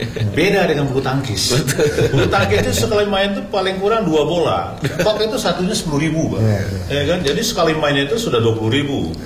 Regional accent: Surakarta, Central Java, Indonesia; now in Jambi, Indonesia; Sementara saya di kampung saya, kota Solo itu punya gor sendiri.

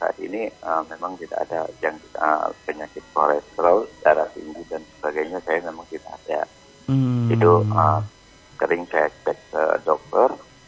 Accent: Java, Indonesia; now in Sumatra, Indonesia

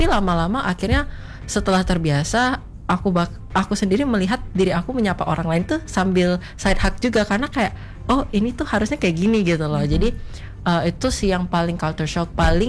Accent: Indonesia; now in United States; Aku juga sendirian sebagai orang Indonesia di daerah aku.

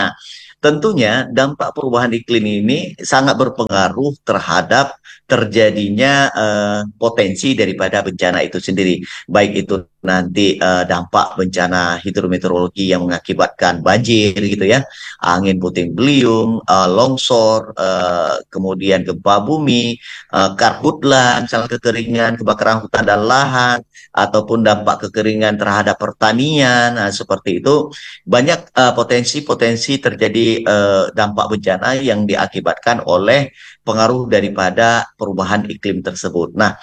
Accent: Aceh, Indonesia; kita orang Aceh

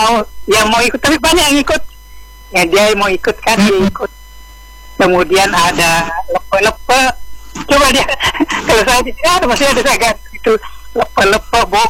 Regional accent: Soppeng, South Sulawesi, Indonesia; born there; kalau saya di kampus saya di Sopeng, tempat kelahiran saya, ada namanya Palang di situ Indo City.

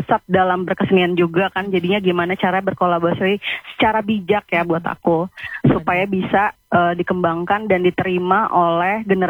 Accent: Jakarta, Indonesia; Terlebih juga sebenarnya karya cicak itu metafora akan bagaimana kita orang Jakarta tuh bisa bertahan hidup.

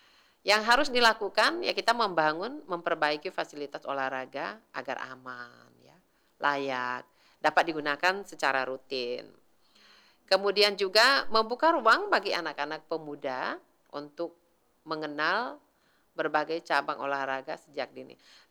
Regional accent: Indonesia; Kalau seperti di kampung saya itu kegiatan olahraga yang menonjol itu ini ya, voli putra-putri.

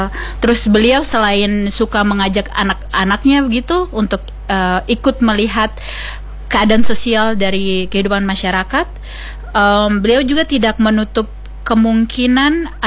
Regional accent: Kaimana, West Papua, Indonesia; Waktu kecil saya habiskan antara di Kaimana dan juga di Kampung Arguni. Karena kebetulan waktu itu bapak juga pernah menjabat sebagai kepala distrik di Teluk Arguni atas. Jadi saya menghabiskan masa SD di sana.

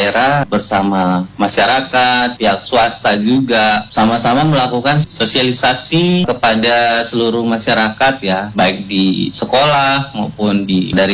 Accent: Gorontalo, Indonesia; Jadi memang daerah saya, khususnya di Indonesia, khususnya di Gorontalo itu memang punya karakteristik tektonik yang memiliki zona megatras juga.

